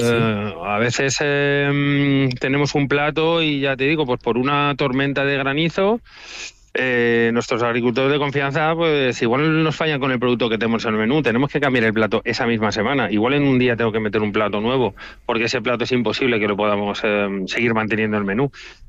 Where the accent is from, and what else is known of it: San Lorenzo de El Escorial, Community of Madrid, Spain